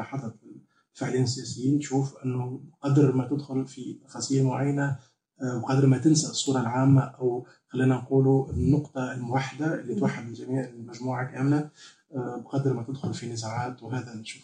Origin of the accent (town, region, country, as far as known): Sousse, Sousse Governorate, Tunisia; born or raised there